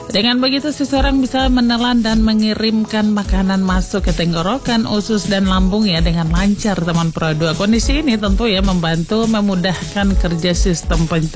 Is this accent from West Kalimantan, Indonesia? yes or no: no; Merauke, South Papua, Indonesia; kita orang Merauke bilang yang suka makan pinang ini, pinang gebe